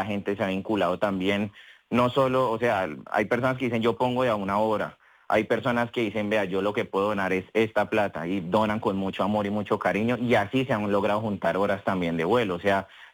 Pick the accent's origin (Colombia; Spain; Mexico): Colombia; aquí estamos en Colombia unida, somos colombianos